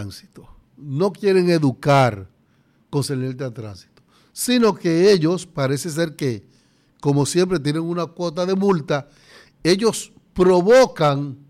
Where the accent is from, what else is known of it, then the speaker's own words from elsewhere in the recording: Baní, Peravia, Dominican Republic; Lo que crecimos en Baní, yo no nací en Baní, pero crecimos en Baní, andando las calles para arriba y para abajo